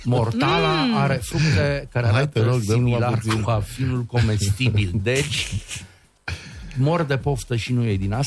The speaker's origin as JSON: {"language": "Romanian", "region": "Bărăgan", "country": "Romania", "said": "dar sunt din Bărăgan."}